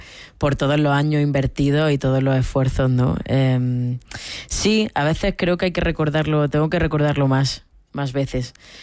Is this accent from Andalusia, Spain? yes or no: yes; Níjar, Andalusia, Spain; recuerdo el día que llegué a Níjar con 3 años. Sí, estuve pues toda mi infancia y la mayor parte de mi adolescencia en Níjar y mi familia sigue viviendo allí.